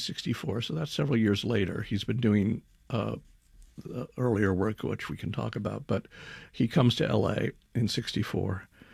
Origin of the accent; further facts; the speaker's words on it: Los Angeles, California, United States; I grew up in L.A.